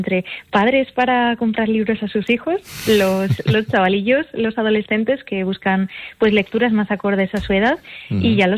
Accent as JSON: {"language": "Spanish", "town": "León", "region": "Castile and León", "country": "Spain", "moved": "yes", "lives_now": "Gran Canaria, Spain", "said": "yo soy de León, con un poco de alma asturiana, pues siempre he veraneado por Gijón."}